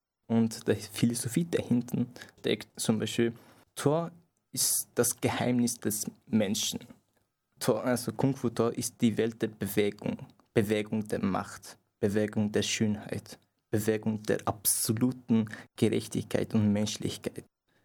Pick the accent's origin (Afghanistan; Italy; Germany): Afghanistan; also born or lived in Iran; now in Austria; Da, wenn ich sage, okay, ich komme ursprünglich aus Afghanistan, ich fühle mich dabei ein bisschen noch so wohl, als ich im Iran